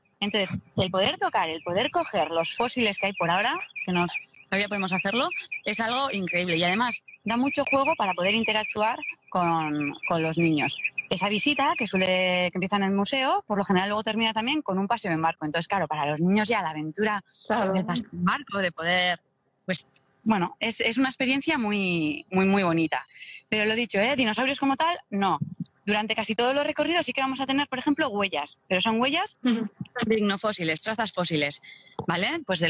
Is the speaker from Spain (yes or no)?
yes; Deba, Basque Country, Spain; born there